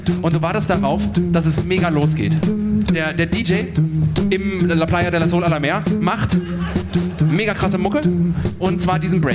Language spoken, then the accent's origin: German; Saxony, Germany; Wir kommen aus Sachsen.